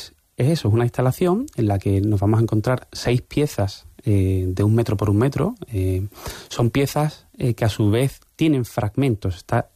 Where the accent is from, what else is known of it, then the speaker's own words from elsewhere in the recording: Algeciras, Andalusia, Spain; somos de Algeciras, el mar, el cielo